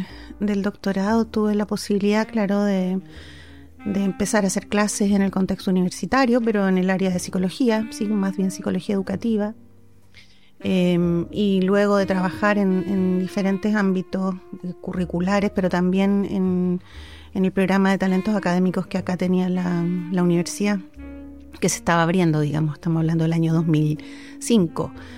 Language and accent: Spanish; Concepción, Biobío, Chile; also born or lived in Valdivia / Temuco; nací en Valdivia, pero después me trasladé a Concepción cerca de los 7 años. Y ahí hice, bueno, mi enseñanza escolar en Concepción